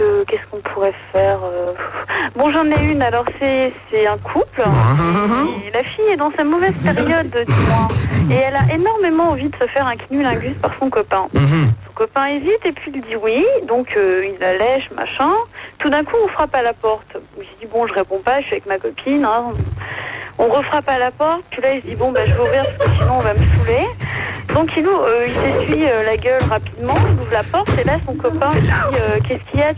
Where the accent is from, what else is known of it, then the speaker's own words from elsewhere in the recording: Paris, Île-de-France, France; 19 ans de Paris.